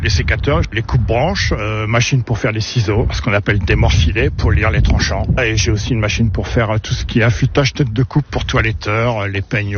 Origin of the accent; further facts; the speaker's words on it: Corbie, Hauts-de-France, France; Je suis à Corbie, je suis d'ici.